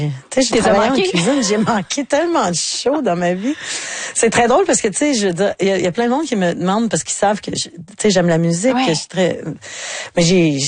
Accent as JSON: {"language": "French", "region": "Quebec", "country": "Canada", "said": "Tu sais, puis chez nous, dans le Bas-Saint-Laurent, tu sais, avec le vieux théâtre de Saint-Fabien"}